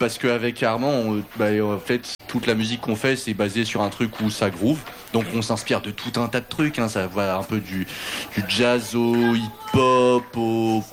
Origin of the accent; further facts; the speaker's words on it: Auvergne-Rhône-Alpes, France; moved away as an adult; now in Toulouse, France; moi j'ai grandi en Ardèche.